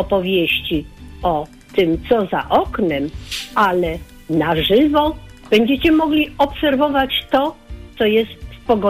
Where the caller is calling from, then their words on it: Warsaw, Masovian Voivodeship, Poland; stała słuchaczka z Warszawy.